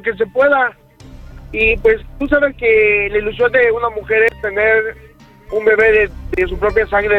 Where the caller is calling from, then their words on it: Mérida, Yucatán, Mexico; yo soy de Mérida, Yucatán.